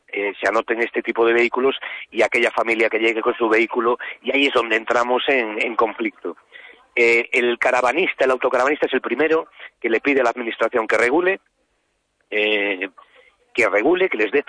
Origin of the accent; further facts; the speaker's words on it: Vigo, Galicia, Spain; born there; yo soy vigués de nacimiento, pero esto nace en el primer salón del automóvil del sur de España